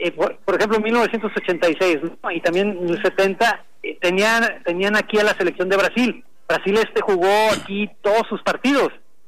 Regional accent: Acapulco, Guerrero, Mexico; now in Guadalajara, Mexico; yo soy de Acapulco

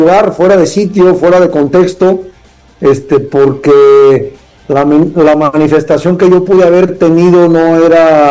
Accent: Colima, Mexico; Así es, ando acá en mi tierra natal, Colima.

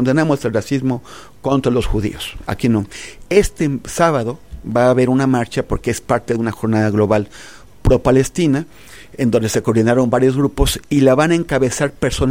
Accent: Mexico; O sea, nosotros como mexicanos, los franceses como franceses, los italianos pueden tener una ideología de derecha, de izquierda

